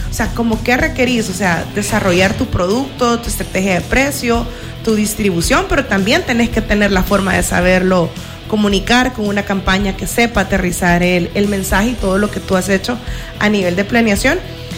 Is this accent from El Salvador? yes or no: yes; El Salvador